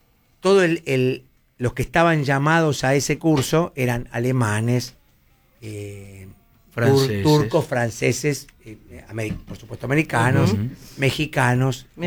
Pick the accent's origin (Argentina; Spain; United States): Argentina; El Palomar, Buenos Aires Province; Yo soy de Palomar. Por supuesto que lo conozco.